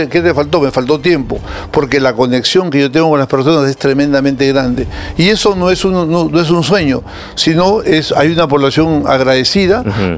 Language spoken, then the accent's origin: Spanish; Peru; yo soy un peruano agradecido de lo que yo tengo gracias a mi país.